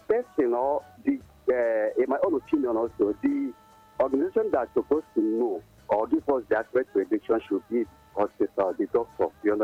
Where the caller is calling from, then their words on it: Nigeria; I'm calling from Nigeria.